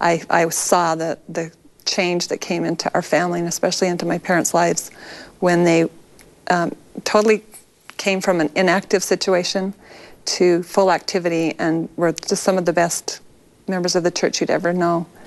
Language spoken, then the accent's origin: English; Monticello, Utah, United States; Yes, I was born and raised in Monticello, Utah. It was a great place to be raised. It's a small town, and my father was in livestock, so we were around animals all our lives